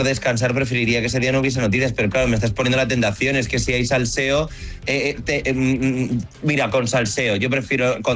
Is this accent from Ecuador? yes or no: no; Santander, Cantabria, Spain; A ver, verdad que yo soy de Santander y las olas del mar Cantábrico para hacer surf son